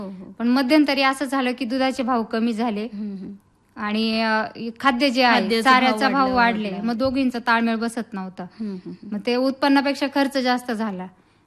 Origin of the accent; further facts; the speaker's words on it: Pohegaon, Maharashtra, India; moved away as an adult; now in Bhagur, India; माझं माहेरचं गाव पोहेगाव, कोपरगाव तालुका, आणि 2000 मध्ये लग्नानंतर आता भगूर.